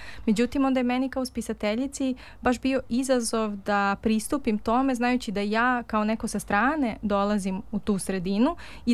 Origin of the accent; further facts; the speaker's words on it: Stara Pazova, Vojvodina, Serbia; Ja sam odrasla u Staroj Pazovi i Pazova je imala veliku tradiciju amaterskog pozorišta